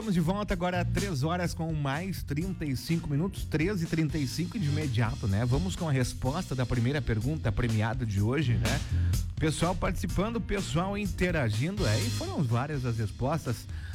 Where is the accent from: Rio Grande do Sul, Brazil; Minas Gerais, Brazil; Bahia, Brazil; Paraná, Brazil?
Rio Grande do Sul, Brazil; Salto do Jacuí; now in Soledade, Brazil; lá no Salto do Jacuí, né? Lá na minha terra natal, lá onde o pessoal que não sabe, meu pai tem comércio no Salto do Jacuí.